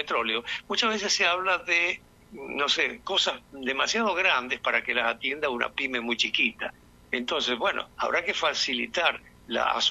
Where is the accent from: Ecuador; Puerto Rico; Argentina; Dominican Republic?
Argentina; Santa Fe; yo soy santafesino, es decir, conozco cómo fue perfectamente el desarrollo de la pampa húmeda